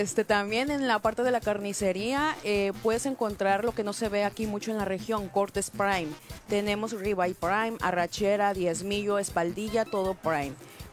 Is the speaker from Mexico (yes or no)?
yes; Mexico; now in United States; De México. Tengo poco acá.